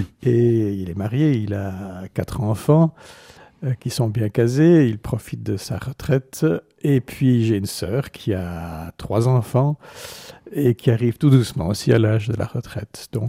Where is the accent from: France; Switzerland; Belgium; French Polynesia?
Belgium; Antwerp, Flanders; J'ai grandi dans la région anversoise, région dont sont originaires mes parents. Mes parents étant issus de familles francophones de Flandre, mais j'ai donc grandi de façon bilingue et biculturelle. À la maison, c'était en français